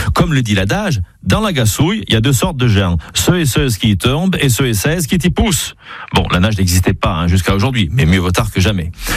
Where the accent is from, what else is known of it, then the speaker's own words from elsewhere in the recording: Auvergne-Rhône-Alpes, France; accent: Parler Gaga; Chez nous, dans le Parler Gaga, on a des termes pour tout.